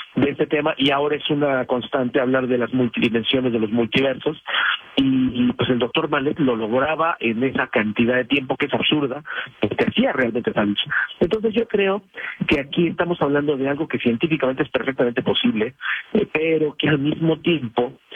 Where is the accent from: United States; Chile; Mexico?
Mexico; allá en Monterrey, en Nuevo León, siempre en México, en mi país